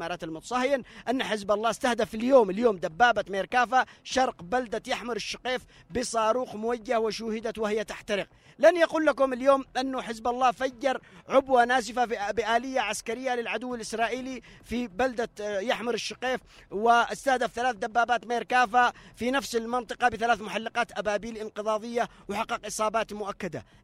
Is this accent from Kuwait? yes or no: no; Yemen